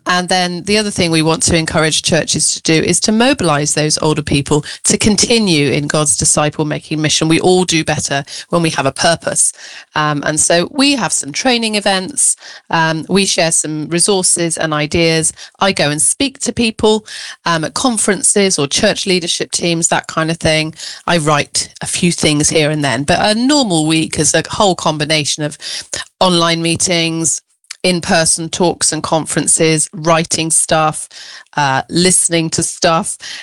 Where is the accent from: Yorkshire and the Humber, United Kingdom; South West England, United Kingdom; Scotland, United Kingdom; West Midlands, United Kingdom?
South West England, United Kingdom; Weston-super-Mare; born there; also born or lived in Germany; now in Devon, United Kingdom; I then moved to Weston-super-Mare, so in the West Country, where I went to school and all the rest of it. But now I live down in Devon